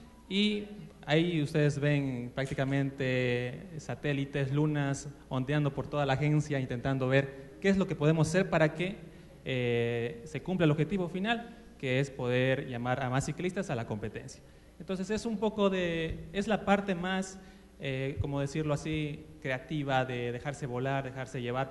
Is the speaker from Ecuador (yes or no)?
yes; Macas, Morona Santiago, Ecuador; nosotros que somos de aquí del Cantón Morona